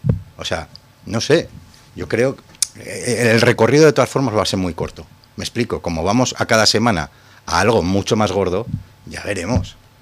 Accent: Aragon, Spain

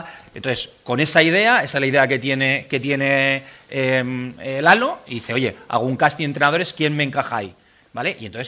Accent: Zaragoza, Aragon, Spain; No, yo en realidad soy de Zaragoza.

